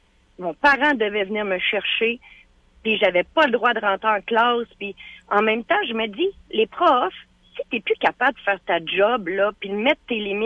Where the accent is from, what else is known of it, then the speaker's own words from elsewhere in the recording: Quebec City, Quebec, Canada; born there; Quand j'étais jeune, là, j'allais à Poly de Loretteville, là.